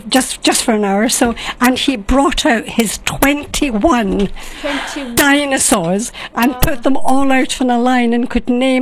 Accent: Glasgow, Scotland, United Kingdom; now in London, United Kingdom; I mean, I came down from Glasgow, which is quite a small city compared to London.

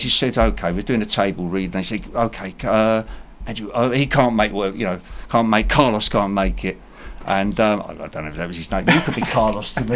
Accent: London, United Kingdom; But I can't get on EastEnders, and I'm from the East End.

